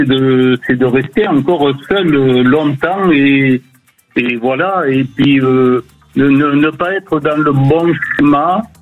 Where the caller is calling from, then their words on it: Occitanie, France; De l'Aude.